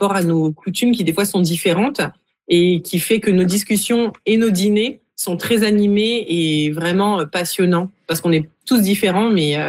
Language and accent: French; France; accent: French (strong); moved away; j'ai un accent français très fort, comme on dit, à couper au couteau.